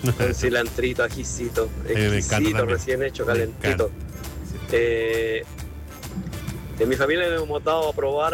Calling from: Temuco, Araucanía, Chile; aquellos que vivimos en el campo, en los pueblos. Y en las ciudades, ahora que vivo en la ciudad de Temuco.

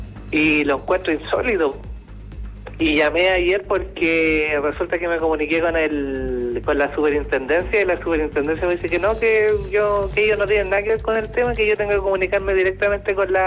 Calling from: Maipú, Santiago Metropolitan Region, Chile; Yo estoy llamando de acá, de la comuna de Maipú

